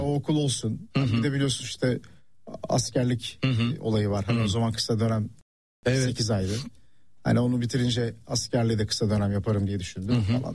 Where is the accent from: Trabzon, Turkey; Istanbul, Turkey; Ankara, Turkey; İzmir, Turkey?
Istanbul, Turkey; Ben Taksim'de doğdum. Yani, ilk doğduğum ev, hatta yıllarca orada oturduk.